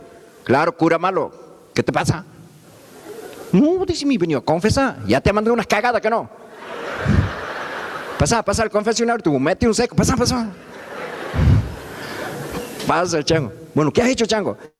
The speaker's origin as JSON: {"language": "Spanish", "town": "Quimilí", "region": "Santiago del Estero", "country": "Argentina", "said": "Y yo vengo desde Santiago del Estero, capital del trabajo y la velocidad. Geográficamente yo vivo a 200 kilómetros de la capital de Santiago, tirando para el lado del Chaco. Estamos cerquita de las penínsulas ibéricas de Otumpa. Y vengo desde Quimilí."}